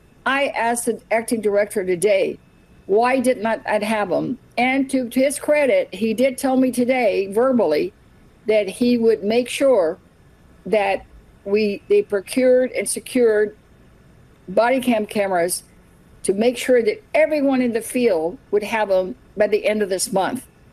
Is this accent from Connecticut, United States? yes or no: no; Texas, United States; Again, I'm from Texas.